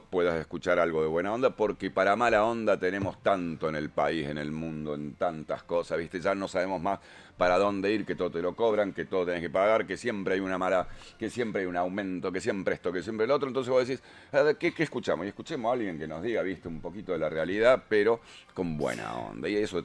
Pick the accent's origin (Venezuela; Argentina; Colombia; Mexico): Argentina; como somos los argentinos, de debatirnos todo